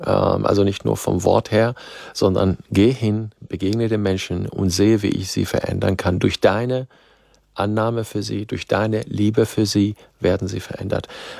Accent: Syria; Dadurch, dass ich Arabisch kann, ich bin ja in Syrien geboren, aufgewachsen

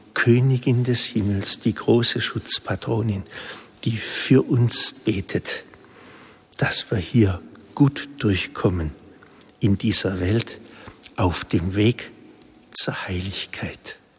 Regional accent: Bad Mergentheim, Baden-Württemberg, Germany; born there; Ich bin geboren in Bad Mergentheim.

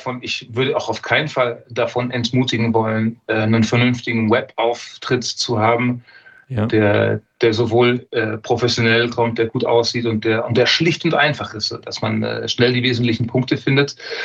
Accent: Ravensburg, Baden-Württemberg, Germany; auch aus Ravensburg, meiner Heimat.

